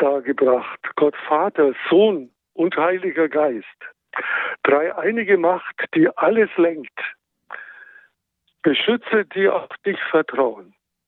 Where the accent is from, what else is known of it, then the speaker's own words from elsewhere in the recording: Bavaria, Germany; in meiner Heimat im Frankenwald wurde früher der Sonntag der Allerheiligsten Dreifaltigkeit als goldener Sonntag gefeiert.